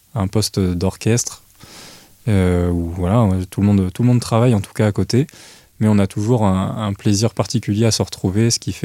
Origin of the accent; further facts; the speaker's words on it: Grand Est, France; Donc Vosgien d'origine, je suis venu à Troyes pour faire la classe CHAM